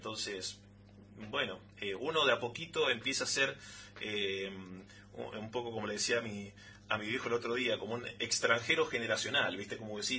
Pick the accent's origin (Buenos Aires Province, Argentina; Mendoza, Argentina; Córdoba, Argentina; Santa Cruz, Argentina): Mendoza, Argentina; Malargüe; born there; also born or lived in San Rafael, Mendoza; Soy concebido en San Rafael, gestado acá en Malargüe, nacido en San Rafael, criado acá en Malargüe.